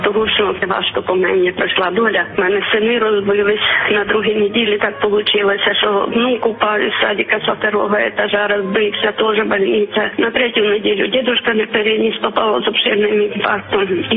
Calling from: Zaporizhzhia, Zaporizhzhia Oblast, Ukraine; я з Запоріжжя.

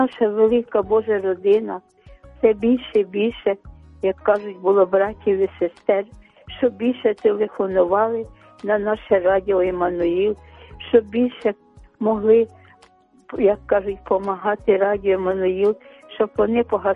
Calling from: Kyiv, Ukraine; я з Оболоні, з Києва.

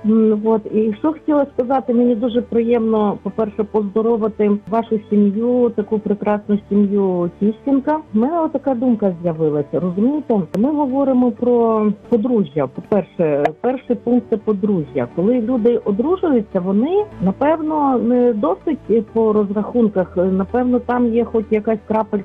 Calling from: Lviv, Lviv Oblast, Ukraine; я зі Львова.

